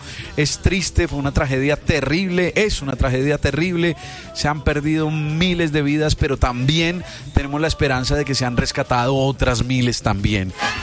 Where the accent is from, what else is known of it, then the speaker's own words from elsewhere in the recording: Colombia; porque todos somos colombianos